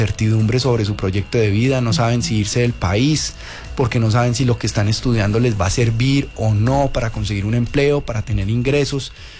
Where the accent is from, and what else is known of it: Colombia